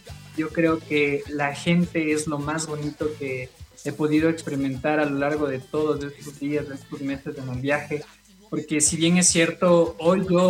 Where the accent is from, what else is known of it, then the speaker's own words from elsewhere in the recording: Ecuador; moved away as an adult; now in Bolivia; salí de mi Ecuador del alma, después pasé por el Perú y ahora Bolivia.